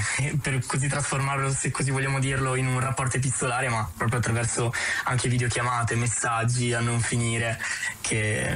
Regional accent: Trento, Trentino-Alto Adige, Italy; also born or lived in Apulia

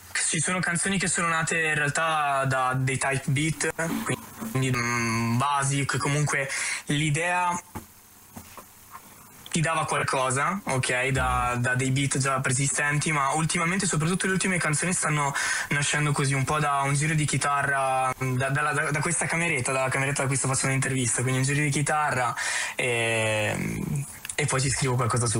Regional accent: Trento, Trentino-Alto Adige, Italy; also born or lived in Apulia

